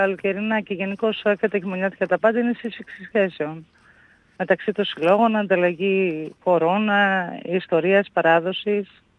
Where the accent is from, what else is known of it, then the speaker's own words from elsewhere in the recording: Svestochori, Greece; Καλησπέρα μου και από το όμορφο Σβεστοχώρι.